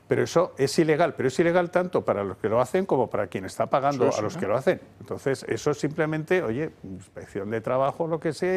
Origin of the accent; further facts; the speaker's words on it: Spain; al igual que nosotros, que somos españoles, que paguen su impuesto de patrimonio.